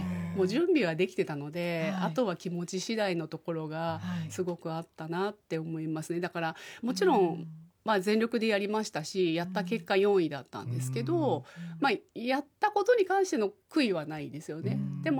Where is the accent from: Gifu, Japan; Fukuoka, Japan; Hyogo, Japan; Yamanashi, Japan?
Yamanashi, Japan; 地元山梨に残って